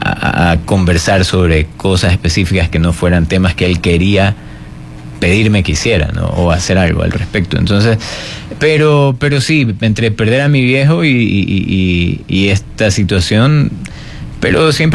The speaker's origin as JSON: {"language": "Spanish", "country": "Ecuador", "moved": "yes", "said": "Como un ecuatoriano que ha salido"}